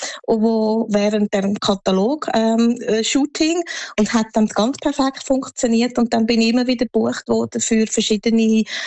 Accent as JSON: {"language": "German", "country": "Switzerland", "tie": "born or raised there"}